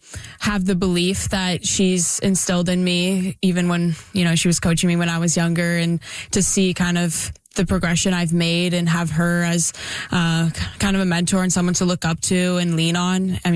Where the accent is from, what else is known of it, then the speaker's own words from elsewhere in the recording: Ottawa, Ontario, Canada; It's been an amazing experience playing back home in front of my family and friends. And to be able to represent this city in my hometown is truly amazing.